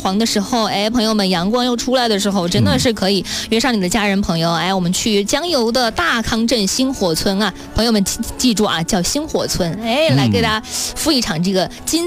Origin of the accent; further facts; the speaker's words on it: Mianyang, Sichuan, China